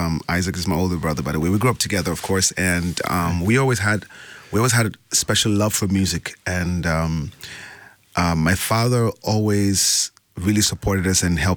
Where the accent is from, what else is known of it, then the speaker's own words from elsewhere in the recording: Libya; I'm a Ghanaian. My parents are Ghanaians, but I was born and raised in Libya.